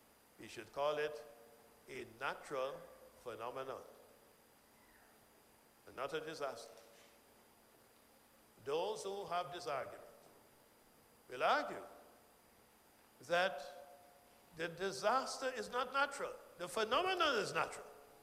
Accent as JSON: {"language": "English", "country": "Guyana", "tie": "born or raised there", "also_born_or_lived": "Exuma, Bahamas", "moved": "as an adult", "lives_now": "Bahamas", "said": "I grew up in Guyana, and in Guyana, we didn't know anything about hurricanes. Don't have hurricanes in Guyana."}